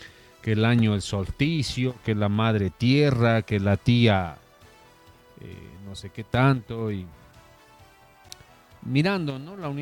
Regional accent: Vallegrande, Santa Cruz, Bolivia; eso no es cultura nuestra. Hablo de Valle Grande como tal.

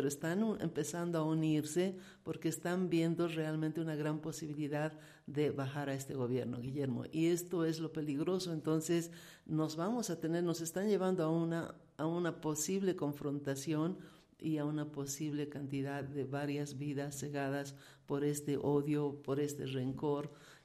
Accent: Potosí, Bolivia; como boliviana, como potosina

